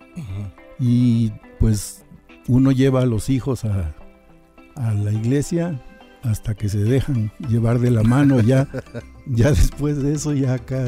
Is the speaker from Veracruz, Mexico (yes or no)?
yes; Veracruz, Mexico; moved away as an adult; Pero yo soy del puerto de Veracruz.